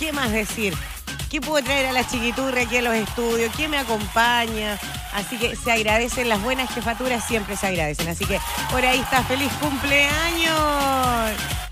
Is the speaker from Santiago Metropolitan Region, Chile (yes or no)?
no; Osorno, Los Lagos, Chile; Yo creo que somos osorninos, pero también somos latinos.